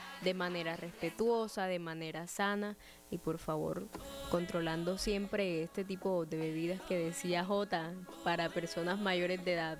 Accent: Colombia; nosotros como colombianos

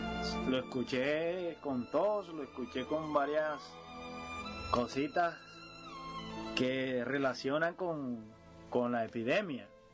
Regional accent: Montería, Córdoba, Colombia; moved away as an adult; now in London, United Kingdom; Hoy quisiera estar en el barrio de La Granja, compartiendo con mi esposa, mi niño, mis amigos, jugar esas partidas, pero lamentablemente estoy lejos de mi tierra

